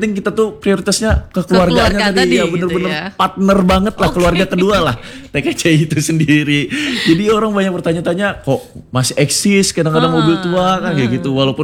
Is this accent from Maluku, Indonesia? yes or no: no; Palangkaraya, Central Kalimantan, Indonesia; born there; Kalimantan, karena kan saya memang kelahiran Palangkaraya kan